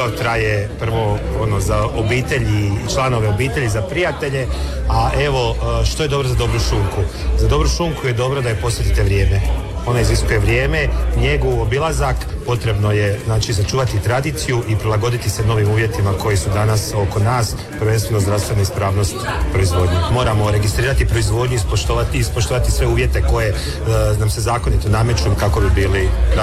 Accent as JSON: {"language": "Croatian", "town": "Piškorevci", "region": "Osijek-Baranja County", "country": "Croatia", "said": "Ja sam iz Piškorevaca, ali sam Mikanovački zet"}